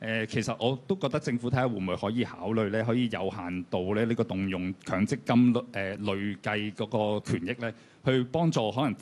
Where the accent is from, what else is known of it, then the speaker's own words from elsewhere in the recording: Hong Kong; 咁啊喺西貢區土生土長有30多年嘅居民。